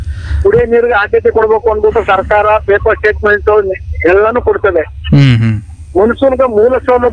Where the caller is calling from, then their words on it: Karnataka, India; ಹೂವಿನ ಕೋಳದಿಂದ ಮುನಿನಳ್ಳಿ ಗ್ರಾಮ ಪಂಚಾಯತಿ ಮಾಜಿ ಉಪಾಧ್ಯಕ್ಷರು.